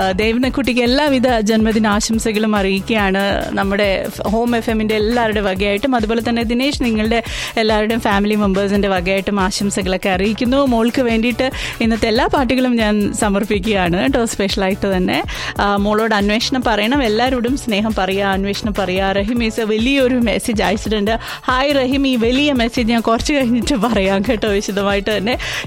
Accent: Thiruvananthapuram, Kerala, India; ഒരുപാട് ഇഷ്ടം വരുമ്പോൾ ഭയങ്കര ഇഷ്ടമാണ്, ഞങ്ങൾ തിരുവനന്തപുരത്തുകാരെ അങ്ങനെ പറയാറുണ്ട് കേട്ടോ.

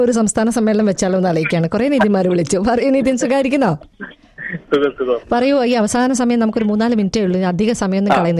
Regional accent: Kanhangad, Kerala, India; എന്റെ നാട്ടിലെ കാഞ്ഞങ്ങാട് രജിസ്ട്രേഷൻ വരുന്നൊക്കെ 60 ആണ്, കെ എൽ 60.

